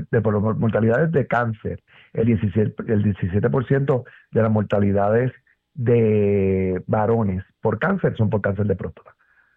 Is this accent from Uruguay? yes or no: no; Puerto Rico